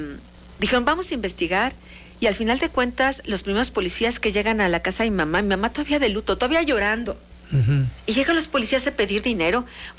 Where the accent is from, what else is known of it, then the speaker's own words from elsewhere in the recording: Mexico; también qué parte jugamos como mexicanos, el consumo de drogas, la corrupción, el pago de la mordida, el camino fácil, la verdad.